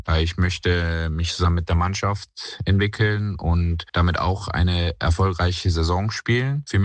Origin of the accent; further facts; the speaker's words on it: Esbjerg, Southern Denmark, Denmark; German is a second language; Ich verbringe meinen Sommer in meinem Heimat in Dänemark, Esbjerg.